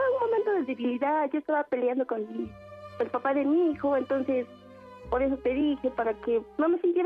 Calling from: Oaxaca, Mexico; Yo soy de Oaxaca.

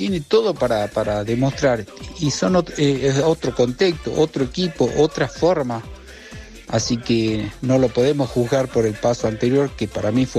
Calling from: Salta, Argentina; de Salta.

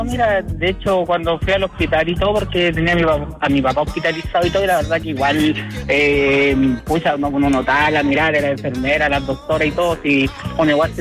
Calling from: Santiago, Santiago Metropolitan Region, Chile; Yo soy de Santiago.

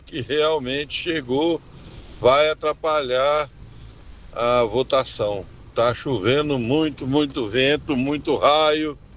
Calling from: Fernandópolis, São Paulo, Brazil; Estou falando de Fernandópolis, São Paulo.

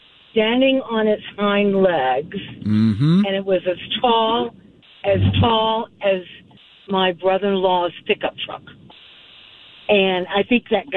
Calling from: West Greenwich, Rhode Island, United States; I'm from West Greenwich, like you said, but my family, we have a lake house upstate New York

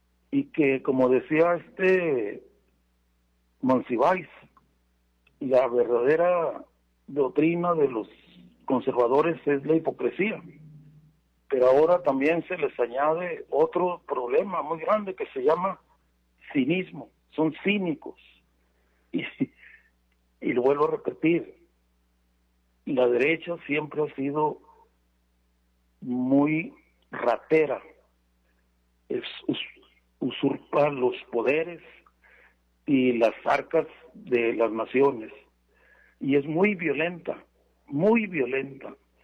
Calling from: Mexico

